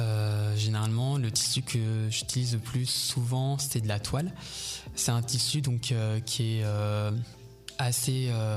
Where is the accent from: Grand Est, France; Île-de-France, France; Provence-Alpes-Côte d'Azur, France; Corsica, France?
Grand Est, France; Troyes; Alors, je suis né à l'hôpital de Troyes, et donc j'ai grandi à Troyes toute mon enfance. Et au jour d'aujourd'hui, du coup, j'habite Sainte-Savine, toujours près de Troyes.